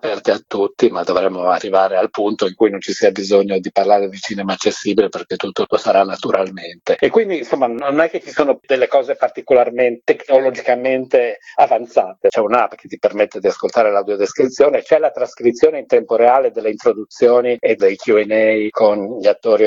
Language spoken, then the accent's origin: Italian; Udine, Friuli-Venezia Giulia, Italy; Udine è la mia città d'origine